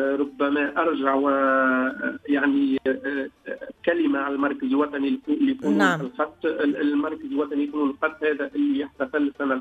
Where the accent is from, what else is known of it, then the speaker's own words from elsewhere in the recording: Tunisia; الخطاطين اللي عندنا في تونس